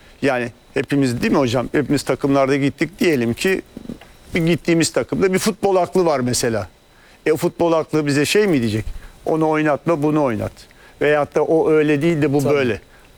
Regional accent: Kadıköy, Istanbul, Turkey; Yani bir asıra yaslanan bir aidiyet duygum var. İyi bir Kadıköy'lüyüm, iyi bir Fenerbahçeliyim.

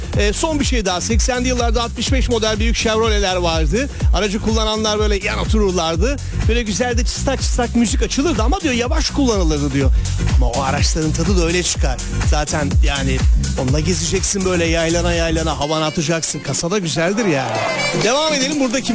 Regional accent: Giresun, Turkey; Bu arada ben Giresunluyum. Giresun karşılaması çok güzel bir oyundur zaten.

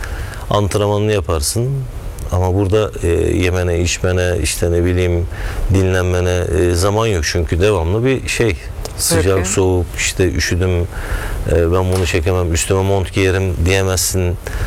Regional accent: Burhaniye, Balıkesir, Turkey; benim memleketim, ben Burhaniye, Balıkesir Burhaniye'liyim ben.

